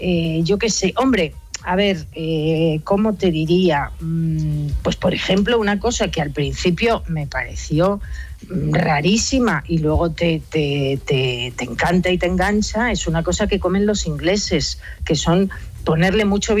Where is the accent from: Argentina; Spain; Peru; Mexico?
Spain; Castile; los que somos castellanos